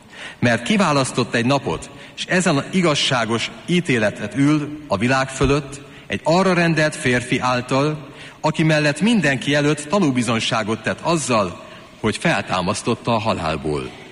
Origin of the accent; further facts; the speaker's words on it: Hungary; én egy római katolikus magyar férfi vagyok.